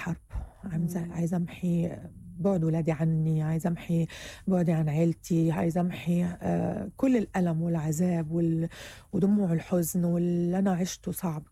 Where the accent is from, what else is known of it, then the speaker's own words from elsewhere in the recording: Syria; now in Egypt; أنا طفولتي في سوريا بصي كانت أجمل طفولة في الدنيا